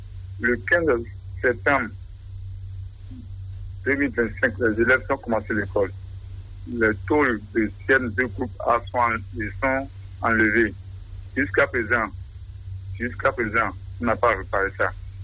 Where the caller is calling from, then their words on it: Porto-Novo, Ouémé, Benin; J'appelle de Port-Nouveau.